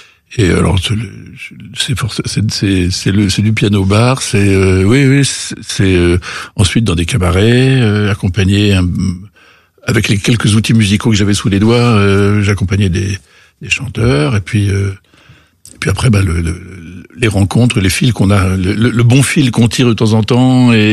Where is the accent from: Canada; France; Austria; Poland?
France; Paris, Île-de-France; also born or lived in Rome, Italy; Oui, j'ai grandi à Paris.